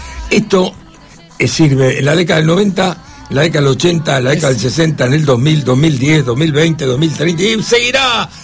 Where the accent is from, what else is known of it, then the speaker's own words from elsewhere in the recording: Argentina; Somos geniales, somos espectaculares, somos argentinos.